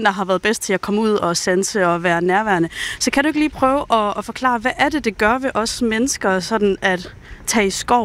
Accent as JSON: {"language": "Danish", "region": "Jutland", "country": "Denmark", "moved": "yes", "said": "Og nu kommer jeg selv fra Jylland"}